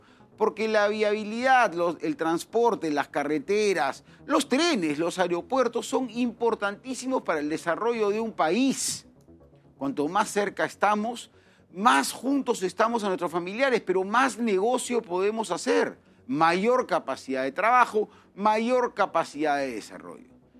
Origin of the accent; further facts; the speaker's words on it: Peru; Los peruanos